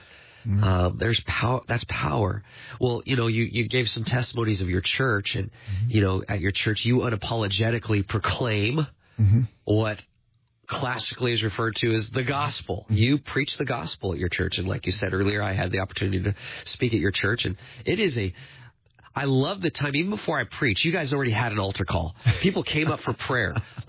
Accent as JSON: {"language": "English", "town": "Apple Valley", "country": "United States", "tie": "born or raised there", "said": "when I was a teenager, my church growing up in Apple Valley, they did an Easter production called The Promise."}